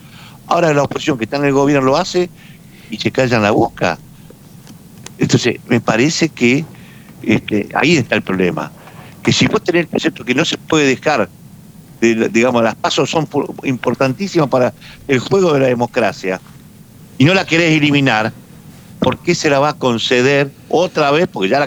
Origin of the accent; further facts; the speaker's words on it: Santa Fe, Argentina; los santafesinos nos tenemos que hacer cargo para que las rutas estén buenas